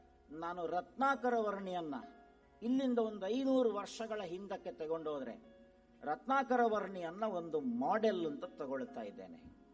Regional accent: Karnataka, India

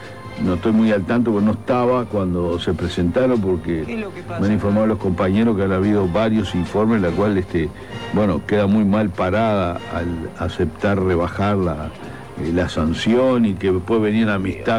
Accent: Uruguay; como lo que pagamos somos los uruguayos, como siempre

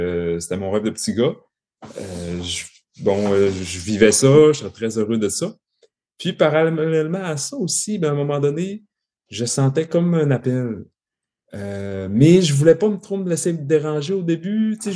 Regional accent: Saint-Prime, Quebec, Canada; Alors, je suis originaire de Saint-Prime, un petit village du lac Saint-Jean, un petit village agricole de campagne situé entre Roberval et Saint-Félicien.

